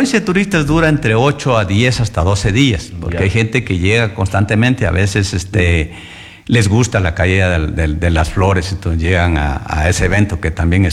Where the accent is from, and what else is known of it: Mangaurco, Loja, Ecuador